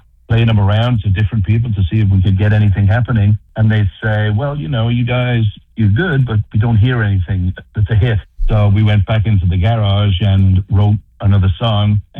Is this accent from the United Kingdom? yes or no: yes; England, United Kingdom; moved away as an adult; I was from England, as I said.